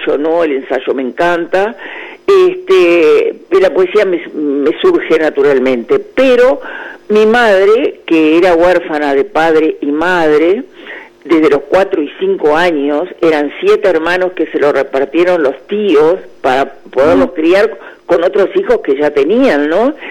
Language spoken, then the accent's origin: Spanish; Tacuarembó, Uruguay; en el interior, como yo soy de Tacuarembó